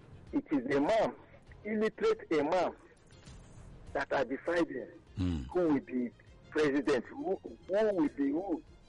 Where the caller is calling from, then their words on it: Edo, Nigeria; I'm calling from Edo.